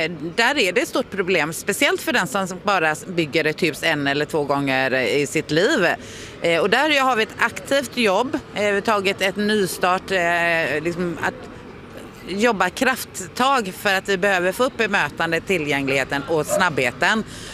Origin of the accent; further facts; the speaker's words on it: Sweden; vi är svenskar